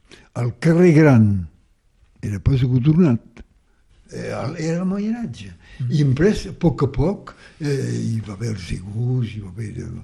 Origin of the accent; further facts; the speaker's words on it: Occitania, France; first language Roussillonese Catalan; La meva llengua materna era el rossillonès.